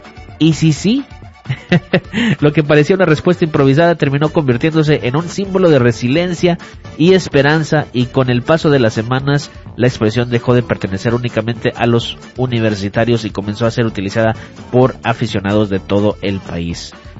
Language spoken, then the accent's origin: Spanish; Mexico; moved away